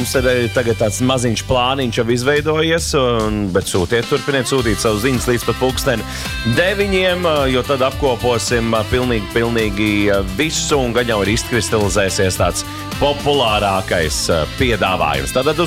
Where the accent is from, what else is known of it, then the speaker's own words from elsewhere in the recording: Rūjiena, Valmiera Municipality, Latvia; Pati gan esmu no Rūjienas, un arī šeit ir skaisti.